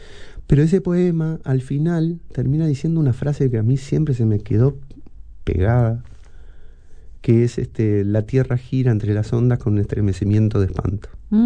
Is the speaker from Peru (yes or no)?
no; Paysandú, Uruguay; also born or lived in Mercedes / Fray Bentos; Mi infancia fue en Paysandú.